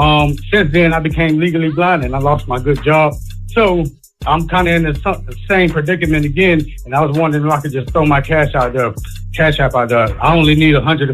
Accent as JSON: {"language": "English", "town": "Orlando", "region": "Florida", "country": "United States", "said": "Hey, yeah, I'm from Orlando, Florida."}